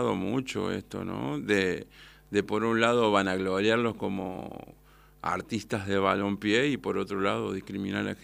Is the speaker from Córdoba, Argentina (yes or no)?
yes; Córdoba, Argentina; born there; accent: Cordobés; Nací en el Mediterráneo